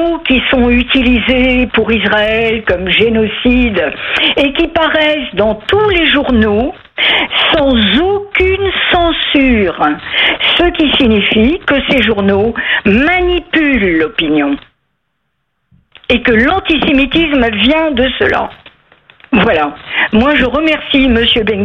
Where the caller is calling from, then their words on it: France; D'abord, je suis française.